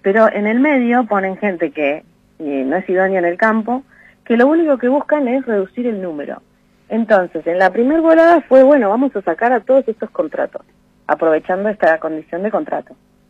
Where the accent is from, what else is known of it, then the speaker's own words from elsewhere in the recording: Bariloche, Río Negro, Argentina; yo soy de Bariloche, me fui a estudiar. En esa época no había universidades acá en Bariloche con carrera completa